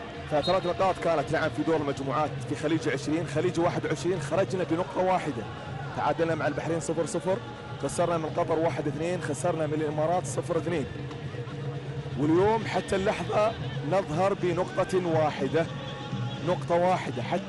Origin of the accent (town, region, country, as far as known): Kuwait